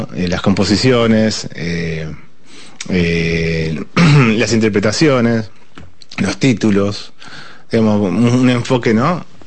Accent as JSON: {"language": "Spanish", "region": "Buenos Aires", "country": "Argentina", "said": "El malambo, pero el malambo tiene que ver con la provincia de Buenos Aires, de donde soy."}